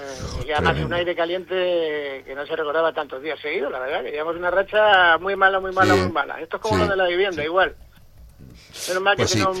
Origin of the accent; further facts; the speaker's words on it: Canary Islands, Spain; siempre somos los canarios los que salvamos la temporada de verano.